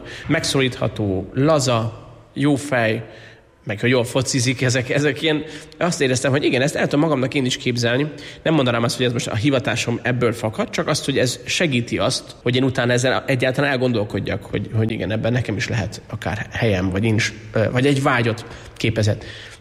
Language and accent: Hungarian; Miskolc, Borsod-Abaúj-Zemplén, Hungary; miskolciként Avason éltünk a szüleimmel, ott az egyházközségen belül nekünk ez egy fontos élmény volt, hogy görögkatolikus egyházhoz tartozunk